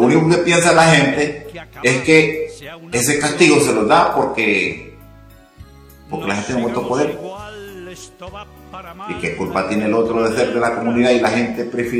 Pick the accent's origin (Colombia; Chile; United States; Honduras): Honduras; Porque todos somos hondureños.